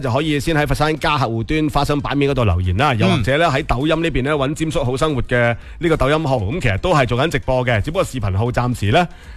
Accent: Guangdong, China; 我哋广东人

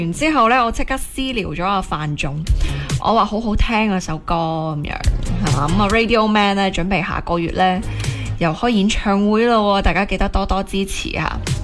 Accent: China; 嗱，通常咧我哋中国人咧都比较内敛噶嘛，所以呢样嘢咧我都系低调啲。

